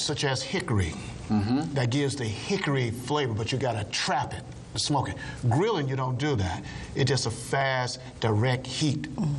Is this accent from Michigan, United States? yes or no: no; Chicago, Illinois, United States; But like my wife said, you know, well, though we was raised in the Midwest, such as Chicago, but folks migrated from the South.